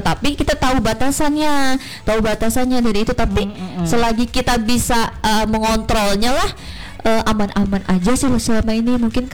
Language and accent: Indonesian; Indonesia; karena aku memang asli orang Dayak.